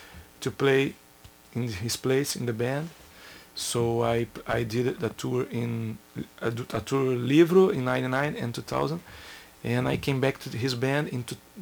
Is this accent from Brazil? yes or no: yes; Brazil; English is a second language; we grew up in Brazil.